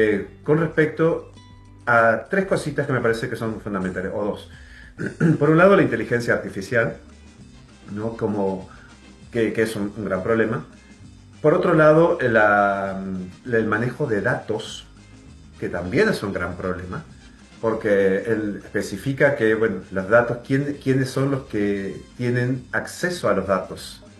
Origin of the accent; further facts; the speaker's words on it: Argentina; más allá de que yo sea argentino